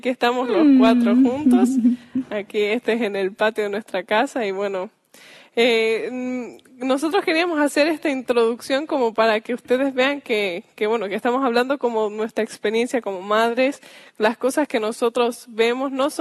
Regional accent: Bolivia; yo soy de aquí, de Bolivia.

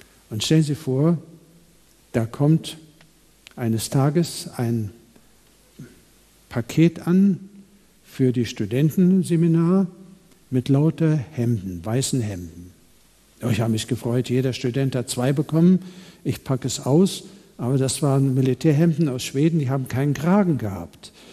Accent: Kaliningrad, Kaliningrad Oblast, Russia; moved away; also born or lived in Darmstadt; ich stamme aus Königsberg in Ostpreußen

